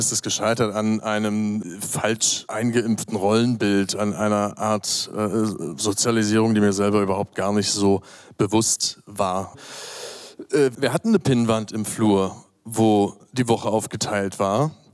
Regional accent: Dresden, Saxony, Germany; born there; moved away; also born or lived in Berlin; ich komme aus Dresden gebürtig und wir haben in Berlin gelebt

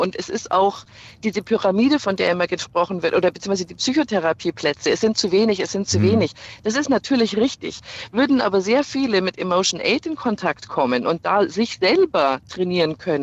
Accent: Regensburg, Bavaria, Germany; Regensburg ist stark vertreten. Ich komme auch aus

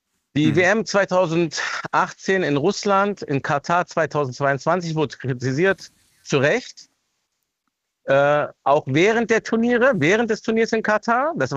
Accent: Germany

